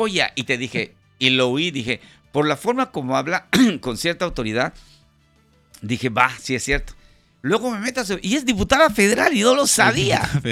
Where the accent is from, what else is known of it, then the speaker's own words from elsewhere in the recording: Mexico; es el Mundial de la FIFA, en donde los invitados somos los mexicanos